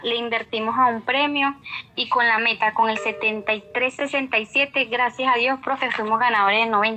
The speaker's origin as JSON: {"language": "Spanish", "country": "Venezuela", "said": "Nosotros somos de Venezuela y nosotros nos toca particular pagar todo."}